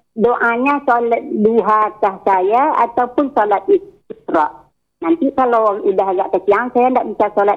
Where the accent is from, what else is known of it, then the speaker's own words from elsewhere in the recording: Batang, Central Java, Indonesia; Tapi saya ini kan orang Batang, jam 8 saya udah harus membuka dagang saya gitu.